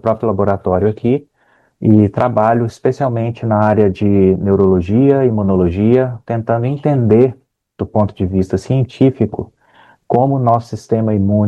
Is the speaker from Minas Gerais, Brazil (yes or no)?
yes; Belo Horizonte, Minas Gerais, Brazil; moved away as an adult; now in Boston, United States; sou mineiro, né? Lá em Belo Horizonte.